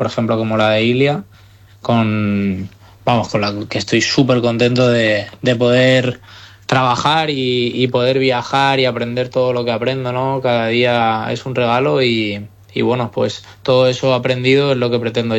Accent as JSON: {"language": "Spanish", "town": "Alicante", "region": "Valencian Community", "country": "Spain", "tie": "born or raised there", "said": "ahora mismo tengo 33 años, soy nacido en Alicante ya te digo, esta tierra es mi casa, ¿no?"}